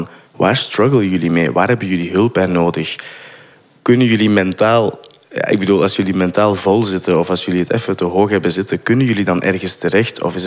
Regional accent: Turnhout, Antwerp, Belgium; Ja, ik ben van Turnhout, van Twee het Raad 00.

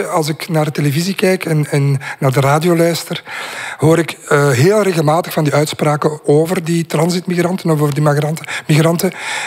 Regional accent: Ostend, Flanders, Belgium; born there; ik hou van Vlaanderen. Ik ben in Oostende geboren.

